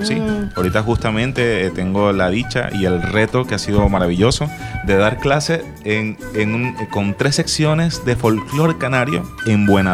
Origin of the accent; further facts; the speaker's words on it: Ciudad Guayana, Bolívar, Venezuela; moved away; yo soy nacido en Ciudad Guayana. Ciudad Guayana, Félix, sí. Estado Bolívar.